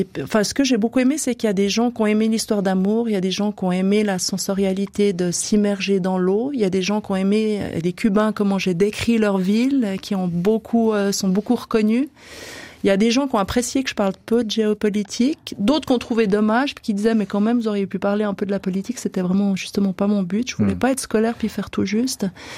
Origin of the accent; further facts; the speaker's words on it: Switzerland; c'est facile de parler de Cuba quand on est Suisse, quand on y va pour les vacances, quand on sait qu'on peut y rentrer.